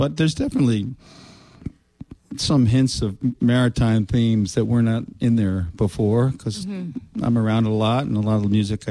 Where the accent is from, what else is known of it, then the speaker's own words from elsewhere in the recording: New Jersey, United States; also born or lived in New York City; I was born in New York City, and I grew up outside of New York City, and I lived in northern New Jersey until I was in high school, and then I went away to school and lived a bunch of places